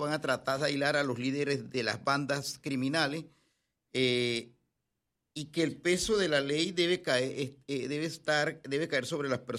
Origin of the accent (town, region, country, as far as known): Panama